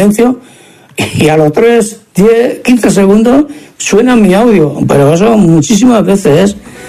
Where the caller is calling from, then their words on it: Barcelona, Catalonia, Spain; de Barcelona.